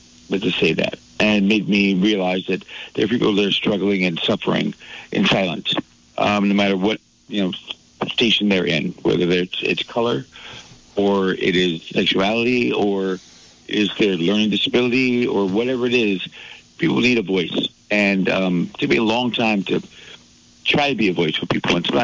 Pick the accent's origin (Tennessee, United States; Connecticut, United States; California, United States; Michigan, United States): Michigan, United States; Saginaw; So for some reason, as a person of color, where I grew up in Saginaw, Michigan, and then I spent my summers when Saginaw got violent.